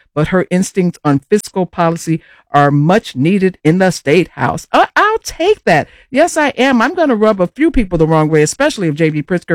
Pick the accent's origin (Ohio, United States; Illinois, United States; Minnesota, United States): Illinois, United States; Chicago; They said I grew up on the South Side. I grew up on the West Side